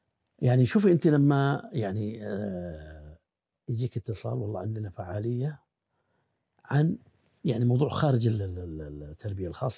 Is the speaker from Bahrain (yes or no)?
yes; Bahrain; احنا عندنا في البحرين